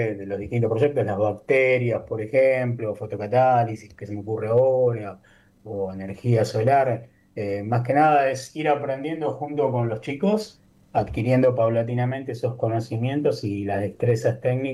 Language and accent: Spanish; Argentina; Somos dos docentes de Argentina que estamos postulados a los 50 mejores docentes del mundo, ¿no?